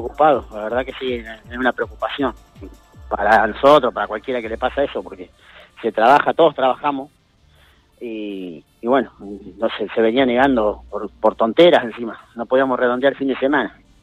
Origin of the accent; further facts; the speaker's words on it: Argentina; Somos argentinos